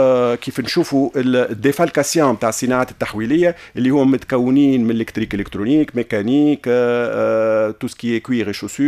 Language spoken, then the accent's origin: Arabic; Tunisia; احنا من تونس